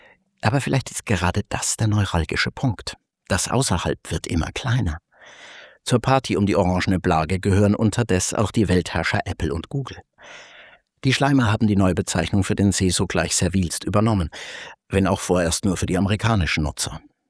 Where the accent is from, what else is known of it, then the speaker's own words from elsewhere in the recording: Bavaria, Germany; Als Franke graut es mir da immer ein wenig, ist doch unser Schäufele im Vergleich ein Knochen von balletöser Eleganz.